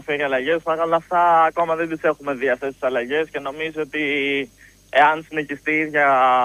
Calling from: Heraklion, Crete, Greece; από την Κρήτη.

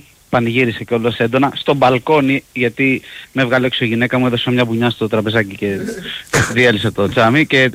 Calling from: Kifisia, Attica, Greece; από την Κηφισιά.

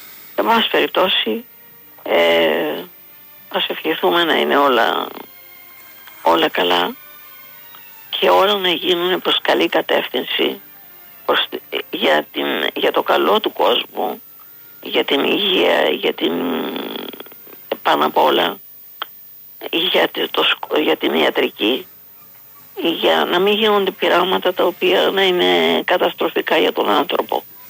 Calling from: Crete, Greece; παρόλο που είμαστε από Κρήτη

